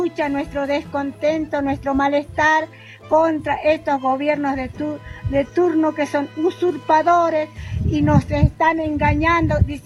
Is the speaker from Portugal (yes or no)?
no; Argentina